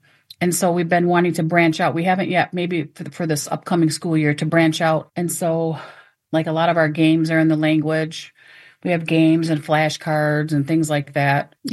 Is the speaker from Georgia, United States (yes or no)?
no; Mount Pleasant, Michigan, United States; Like I'm from the Saginaw Chippewa tribe in Mount Pleasant.